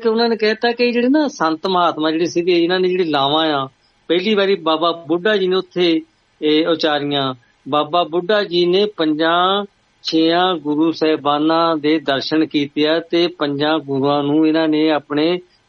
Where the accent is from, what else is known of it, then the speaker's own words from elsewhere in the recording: Punjab, India; ਗੰਨਾ ਪਿੰਡ ਵੀ ਵਿੱਚ ਉਹਦਾ, ਮੀਆਂ ਵਾਲੇ ਵੀ ਵਿੱਚ ਉਹਦਾ, ਮੇਰਾ ਇਲਾਕਾ ਉਹੀ ਆ, ਉੱਥੇ ਮੇਲਾ ਹੁੰਦਾ ਮੌ ਸਾਹਿਬ